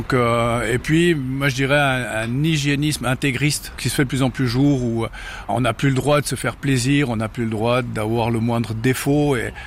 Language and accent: French; Ayent, Valais, Switzerland; Non, je viens d'Aïen, donc c'est tout près.